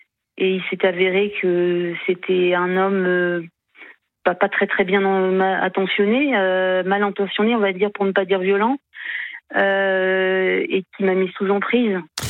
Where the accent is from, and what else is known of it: Brittany, France; born there